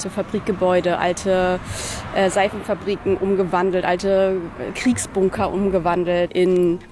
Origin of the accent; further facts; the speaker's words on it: Berlin, Germany; ich bin Berlinerin, ich bin hier auch aufgewachsen und lebe schon sehr lange in Friedrichshain.